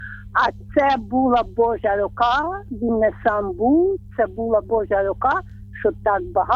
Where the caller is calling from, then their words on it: Lviv, Lviv Oblast, Ukraine; Я зі Львова